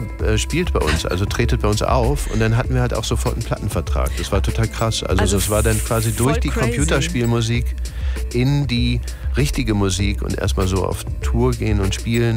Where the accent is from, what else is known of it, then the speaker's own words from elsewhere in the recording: Cologne, North Rhine-Westphalia, Germany; auch in Köln, ich bin ja aus Köln ursprünglich auch